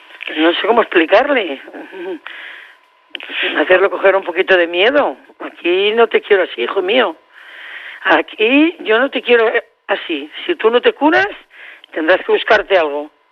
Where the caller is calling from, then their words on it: Barcelona, Catalonia, Spain; yo vivo aquí, vivo en Horta